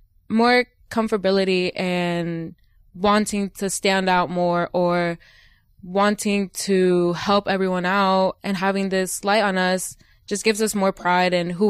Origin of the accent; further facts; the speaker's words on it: Crawfordsville, Indiana, United States; So I grew up here in Crawfordsville. All my family's here. All my friends are here. Really, it's a nice, quiet place where you know that your community is here for you no matter what.